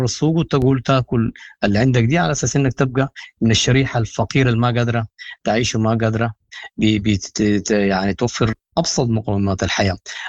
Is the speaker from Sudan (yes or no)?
yes; Sudan; نحن يعني كسودانيين إلى متى تستمر هذه المعاناة